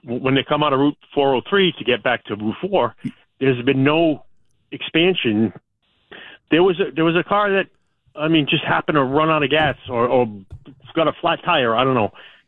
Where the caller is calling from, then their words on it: Narragansett, Rhode Island, United States; I come from Cranston and go to Narragansett.